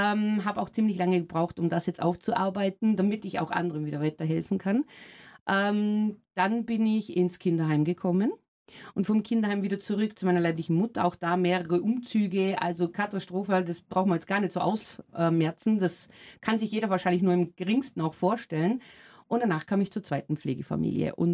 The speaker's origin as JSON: {"language": "German", "region": "Carinthia", "country": "Austria", "tie": "born there", "also_born_or_lived": "Germany", "moved": "as an adult", "said": "Ich bin gebürtige Österreicherin, also ich hoffe, alle Österreicher sehen es mir jetzt ein bisschen nach, dass ich meinen Dialekt nicht verlernt habe. Es kommt immer so ein bisschen durch, aber ich war 27 Jahre jetzt in Deutschland"}